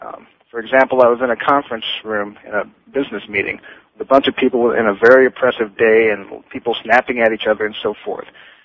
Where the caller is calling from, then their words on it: Las Vegas, Nevada, United States; I'm calling you from Las Vegas, Nevada.